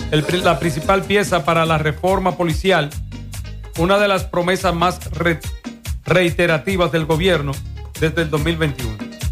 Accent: Dominican Republic; entendernos como buenos dominicanos

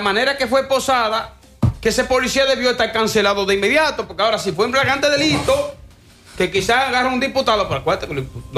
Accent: Dominican Republic

